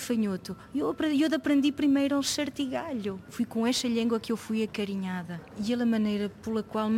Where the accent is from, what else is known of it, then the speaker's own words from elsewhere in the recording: Bragança, Portugal; first language Mirandese; Eu recebi a língua mirandesa por meus pais, meus avós, a minha família e a minha terra.